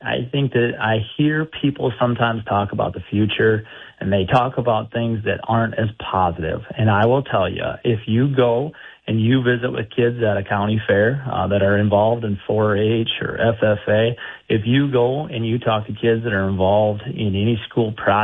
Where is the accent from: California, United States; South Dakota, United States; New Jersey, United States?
South Dakota, United States; Arlington; now in Madison, United States; a place like where I grew up in Arlington or Madison, where we live now